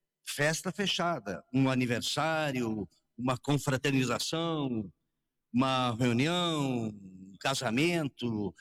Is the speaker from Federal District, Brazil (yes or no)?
no; Encantado, Rio Grande do Sul, Brazil; now in Soledade, Brazil; eu sou natural de Encantado. Eu faz mais de 50 anos que eu moro em Soledade.